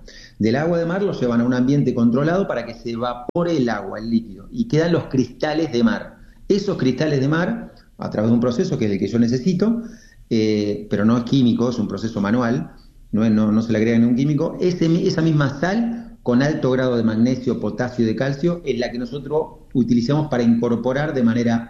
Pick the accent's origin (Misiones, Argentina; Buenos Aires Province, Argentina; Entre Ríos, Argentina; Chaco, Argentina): Buenos Aires Province, Argentina; San Pedro; soy de San Pedro, como bien dijiste